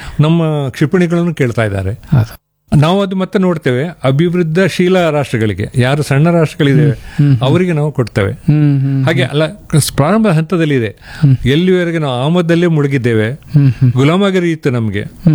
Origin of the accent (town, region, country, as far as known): Karnataka, India